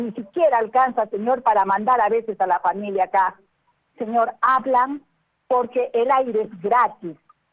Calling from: Arequipa, Peru; yo sí soy arequipeña, con mucho orgullo lo digo.

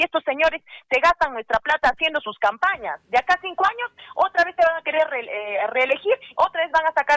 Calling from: Arequipa, Peru; nosotros estamos bien disgustados como arequipeños. Yo como arequipeña personalmente me siento bien disgustada

